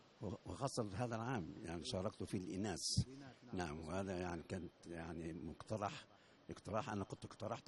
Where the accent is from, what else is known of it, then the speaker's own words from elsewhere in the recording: Egypt; انا من مصر اساسا